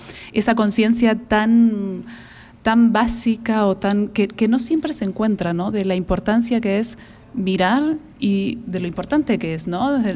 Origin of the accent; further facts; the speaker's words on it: Argentina; Bueno, soy de Argentina y, como bien lo has dicho, pero la mayoría también de mi trabajo en este área se ha dado en Brasil y en Nueva Zelanda.